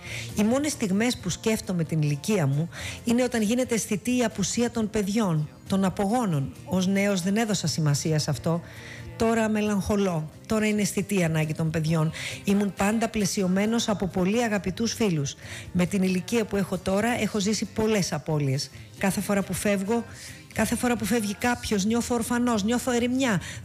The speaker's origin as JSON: {"language": "Greek", "town": "Olympia", "region": "Western Greece", "country": "Greece", "tie": "born or raised there", "also_born_or_lived": "Piraeus", "said": "Γεννήθηκα στον Πειραιά, αλλά μεγάλωσα στην Ολυμπία, από όπου καταγόταν η μητέρα μου."}